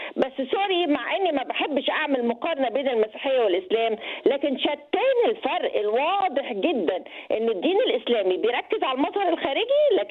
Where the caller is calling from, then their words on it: Egypt; عندنا في مصر